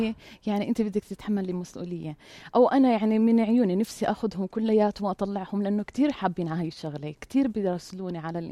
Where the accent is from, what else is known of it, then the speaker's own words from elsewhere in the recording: Italy; Arabic is a second language; لا هلا انا من مواليد ايطاليا، طول عمري كنت عايشة في ايطاليا.